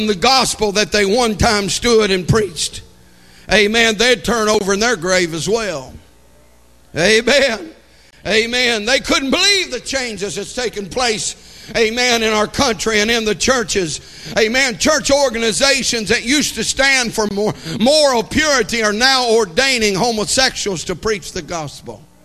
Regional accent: United States; I thank God I'm a blood-bought Christian. I'm a believer in Jesus Christ. But I'm also an American.

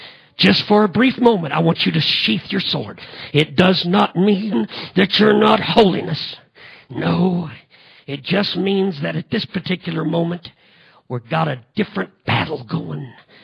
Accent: Illinois, United States; they must have found out I was from Illinois.

